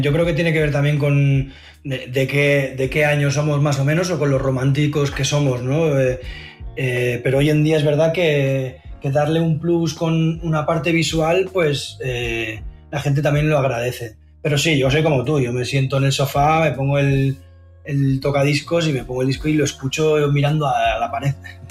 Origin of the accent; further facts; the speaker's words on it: Basque Country, Spain; Somos de aquí, somos del País Vasco